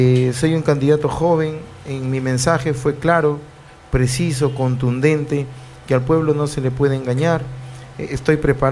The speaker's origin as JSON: {"language": "Spanish", "town": "Túcume", "region": "Lambayeque", "country": "Peru", "said": "mi Túcume, en mi pueblo"}